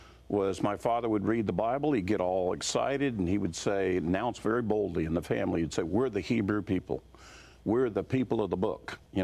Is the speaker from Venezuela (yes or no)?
no; Kansas, United States; Well, I grew up in Kansas, and in Kansas, nobody knows that … was a Jewish name, so it worked out